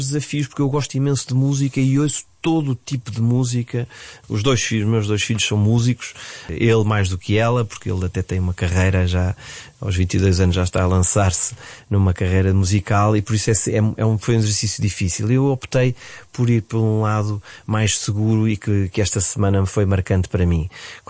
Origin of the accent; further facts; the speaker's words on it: Coimbra, Centro, Portugal; moved away as an adult; da minha Coimbra, onde eu cresci, onde eu nasci, onde eu volto com muito gosto, embora já não viva lá há quase 30 anos.